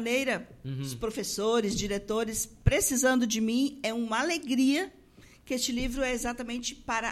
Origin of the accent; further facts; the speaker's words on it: Rio Grande do Sul, Brazil; now in Santa Catarina, Brazil; eu sou gaúcha, uh-huh, morando aqui há 4 anos